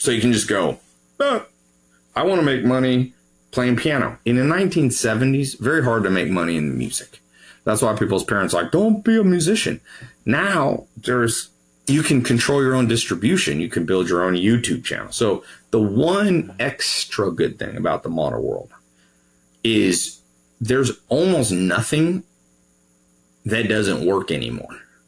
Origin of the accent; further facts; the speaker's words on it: United States; born there; I was born in America. I'm patriotic to America.